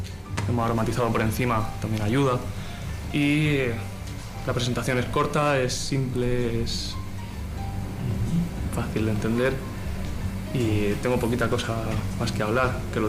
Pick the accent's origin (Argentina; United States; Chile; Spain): Spain; Region of Murcia; Soy de Murcia y en la zona de Cartagena tenemos un gran café que se llama Asiático.